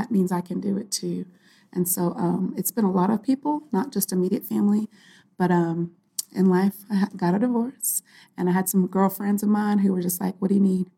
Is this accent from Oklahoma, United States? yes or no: no; Texas, United States; born there; also born or lived in Virginia / New Mexico; I was born in Texas, and so I started school in Texas. I went to school in Virginia. I went to school in New Mexico.